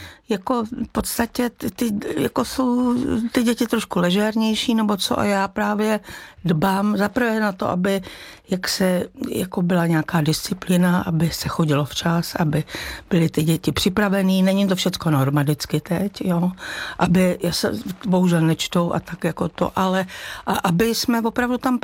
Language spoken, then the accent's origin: Czech; Rakovník, Central Bohemian Region, Czechia; Tak já jsem vyrůstala v trošku jiné době a vyrůstala jsem vlastně částečně u babičky v Rakovníku